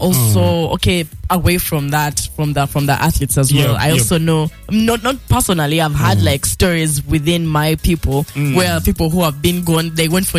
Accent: Uganda

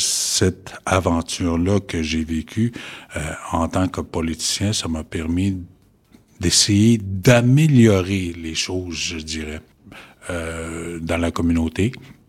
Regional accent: Uashat mak Mani-utenam, Quebec, Canada; moved away as an adult; now in Matimekosh, Canada; Je suis originaire de Ouachat Mac Malyotenam. Oui, je viens d'ici et j'ai déménagé à Matchmekosh récemment, oui.

